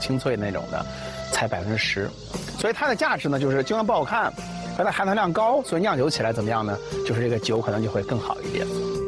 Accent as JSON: {"language": "Chinese", "region": "Gansu", "country": "China", "said": "我们甘肃人"}